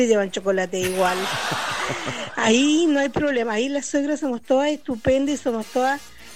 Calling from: Chile; vivo en Chile

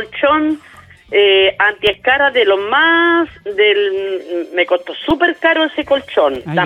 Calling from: San Pedro de la Paz, Biobío, Chile; De acá, de Boca Sur.

